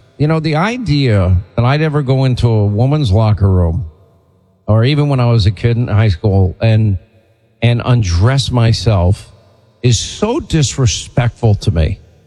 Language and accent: English; Franklin Square, New York, United States; I'm just I'm a kid from Franklin Square, Long Island, New York.